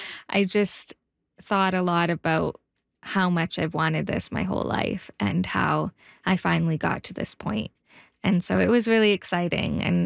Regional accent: Vancouver, British Columbia, Canada; moved away as an adult; now in Yellowknife, Canada; I'm born and raised in Vancouver, and as much as I love Yellowknife and this is my home now, Vancouver is my first home.

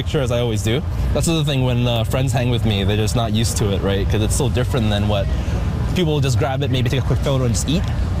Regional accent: Edmonton, Alberta, Canada; also born or lived in Singapore; So Southeast Asian. Born in Singapore, but I moved here when I was young, so basically I grew up here.

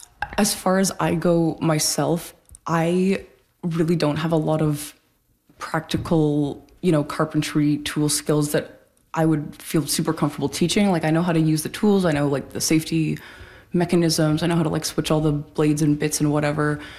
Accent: Toronto, Ontario, Canada; moved away as an adult; I grew up in Toronto and that was like a big, when I moved here for the first time 5 years ago, that was like a big culture shock for me

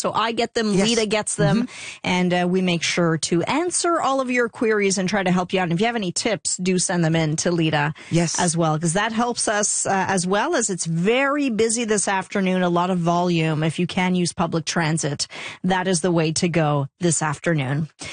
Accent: Montreal, Quebec, Canada; I'm from Montreal

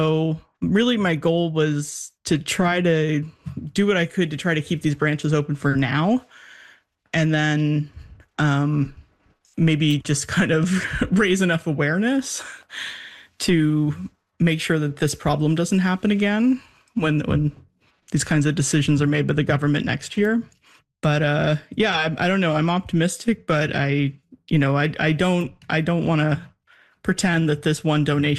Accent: Bedford, Nova Scotia, Canada; I grew up in Bedford, Nova Scotia, and I was at that Bedford library all the time

